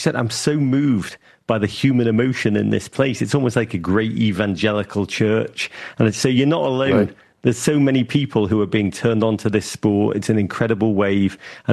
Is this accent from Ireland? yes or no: no; England, United Kingdom; moved away as an adult; now in United States; I'm American now, but the little bit of Englishness that's left in me